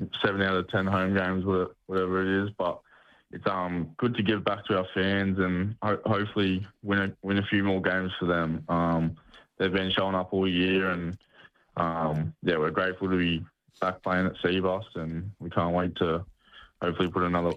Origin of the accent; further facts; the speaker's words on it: Tweed Heads, New South Wales, Australia; This is my hometown. I was born in Tweed Heads, so just the New South Wales side of Gold Coast. So I'm a New South Walesman